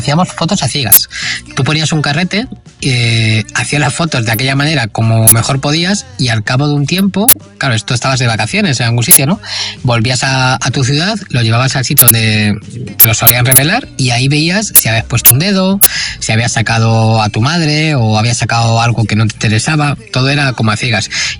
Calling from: Madrid, Community of Madrid, Spain; Hola, buenas. … de Madrid.

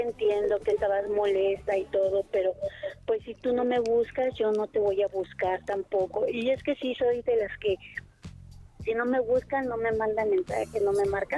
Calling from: Chimalhuacán, State of Mexico, Mexico; yo vivo en Chimalhuacán

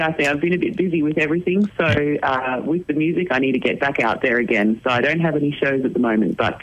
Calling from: Victoria, Australia; We're in southwest Victoria, south of Ballarat.

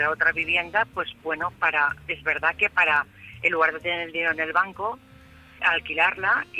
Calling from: Valencia, Valencian Community, Spain; Eso no soy yo … de Valencia, que he estado ahorrando para comprar una vivienda.

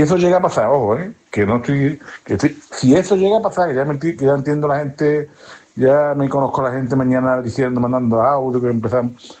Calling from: Dos Hermanas, Andalusia, Spain; Buenos días, Radio Marca, desde Dos Hermanas

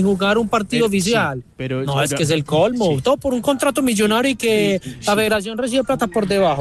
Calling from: Colombia

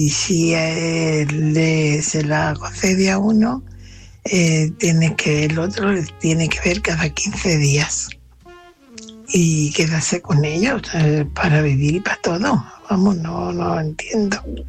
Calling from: Fuenlabrada, Community of Madrid, Spain; Hola, buenas noches. … corresponsal de Fuenlabrada.

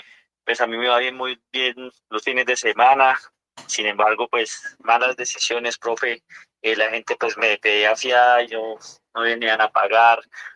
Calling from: Tunja, Boyacá, Colombia; Llamo de Tunja, Boyacá

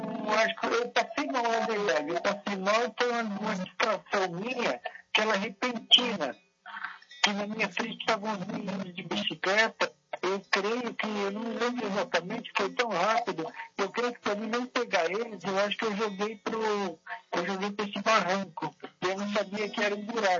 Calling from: Franco da Rocha, São Paulo, Brazil; Eu falo de Franco da Rocha

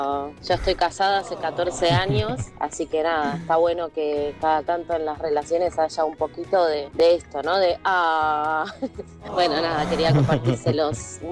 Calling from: Caseros, Buenos Aires Province, Argentina; de Caseros.

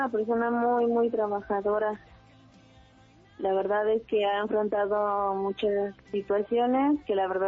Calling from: Zumpango, State of Mexico, Mexico; Desde aquí de Zumpango, Estado de México.

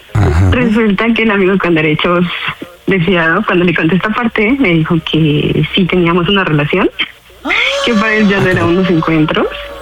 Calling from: State of Mexico, Mexico; Tengo 36 años y soy del Estado de México.

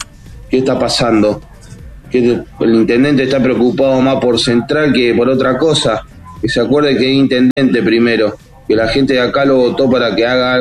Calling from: Granadero Baigorria, Santa Fe, Argentina; La verdad que acá en Baigorria la estamos pasando mal.

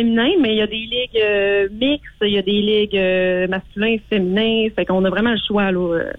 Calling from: Dolbeau-Mistassini, Quebec, Canada; Moi, je suis à Dolbeau-Mistassini

